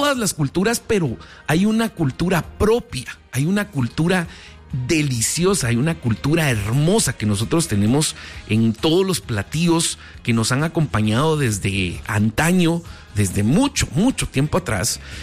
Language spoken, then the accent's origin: Spanish; Guatemala; realmente nosotros como guatemaltecos debemos de sentirnos bendecidos, porque hay mucha riqueza en muchos aspectos.